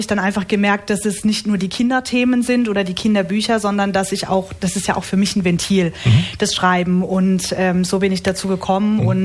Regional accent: Karlsruhe, Baden-Württemberg, Germany; born there; now in Nagold, Germany; Also ich bin gebürtige Badnerin, aber meine Mama, die kam ursprünglich von der Albra. Und von daher fließt in mir auch schwäbisches Blut

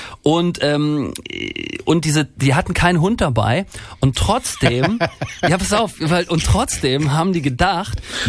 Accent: Northern Germany, Germany; Ich komme ja aus dem Norden, das gab's aber bei uns auch nicht, aber so Moor.

